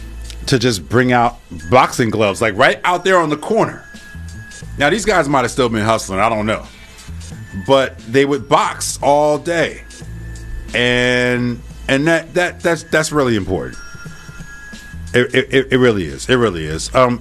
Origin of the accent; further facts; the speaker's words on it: Newark, New Jersey, United States; I remember in the hood where I grew up in Newark. Sorry for the long highlight, but I grew up, you know, in some rough spots in Newark